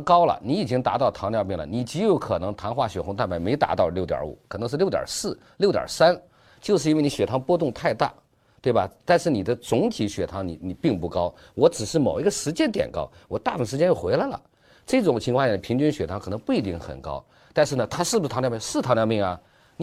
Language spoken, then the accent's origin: Chinese; China; 我们中国人